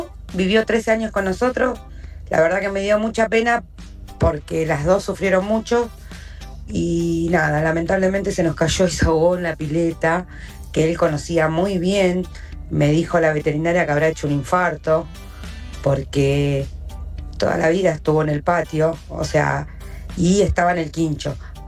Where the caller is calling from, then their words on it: Wilde, Buenos Aires Province, Argentina; soy de Wilde.